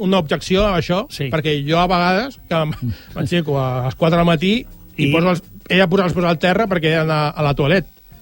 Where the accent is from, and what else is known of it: Catalonia, Spain